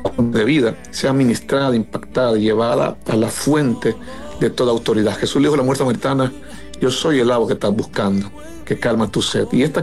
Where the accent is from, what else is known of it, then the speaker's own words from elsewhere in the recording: Honduras; accent: between Caribbean and Central American; moved away as an adult; now in Houston, United States; Bueno, soy originario de Honduras, pero vivo en Houston, Texas, hace 7 años.